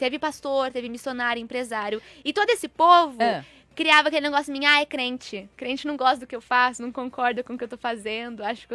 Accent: São Paulo, Brazil; born there; Sim, já em São Paulo. Eu nasci aqui em São Paulo, né?

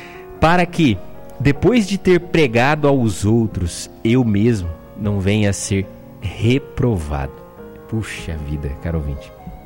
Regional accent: Brazil; A gente, como brasileiro

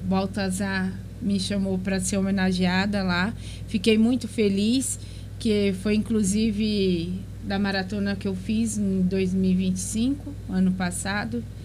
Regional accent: Bahia, Brazil; Sou baiana. Tenho superação, tenho dedicação e assim vai.

